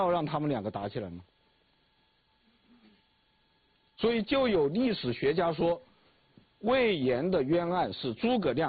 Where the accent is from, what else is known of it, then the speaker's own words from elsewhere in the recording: China; 因为我们中国人喜欢，